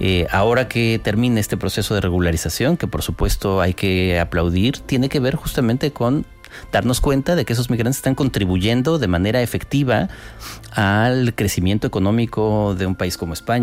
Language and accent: Spanish; Mexico; moved away as an adult; now in Spain; soy mexicano y soy español, porque español. Uno puede ser muchas cosas simultáneamente, pero bueno, en cualquier caso, sí. La mía es una historia privilegiada de migración, de venir a estudiar primero en España y luego de pasar muchos años aquí